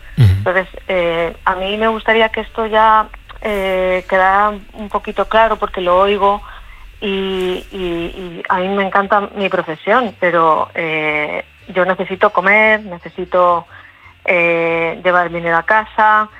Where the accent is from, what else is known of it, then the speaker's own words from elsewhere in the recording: Madrid, Community of Madrid, Spain; Pues mira, soy de Madrid, pero en estos momentos estoy de vacaciones en el Mediterráneo.